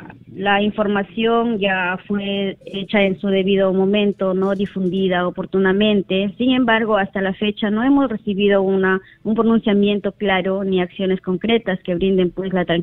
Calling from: Bagua province, Amazonas, Peru; soy la directora de la institución educativa 16729 de la comunidad nativa de Guaguas, provincia de Bagua, región Amazonas.

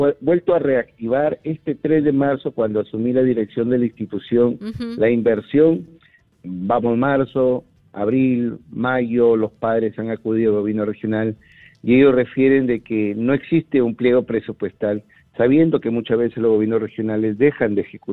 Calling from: Olmos, Lambayeque, Peru; de la región de Lambayeque, del distrito de Olmos, centro poblador Pueblito

